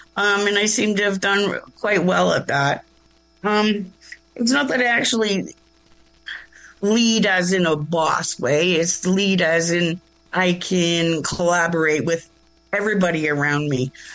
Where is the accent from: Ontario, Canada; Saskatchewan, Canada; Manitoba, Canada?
Ontario, Canada; Highlands East; I have grown up here. I've been here in this area for 60 years. I'm a generational, you know, my mother and then my granddaddy and then his daddy. And we've been here for a long time.